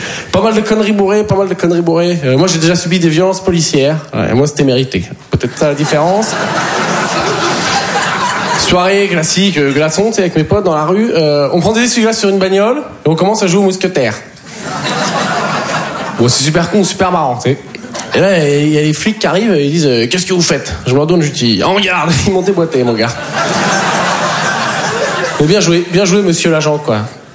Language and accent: French; Poitiers, Nouvelle-Aquitaine, France; now in Paris, France; Savoir que moi, en plus, je viens de Poitiers. Donc, faut s'occuper. Tu peux pas aller au Futuroscope 5 fois par semaine.